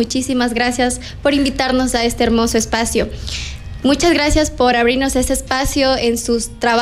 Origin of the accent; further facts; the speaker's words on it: Ambato, Tungurahua, Ecuador; soy orgullosamente ambateña y con mucho amor vivo en Santa Rosa. Siempre me he criado en Santa Rosa toda mi vida.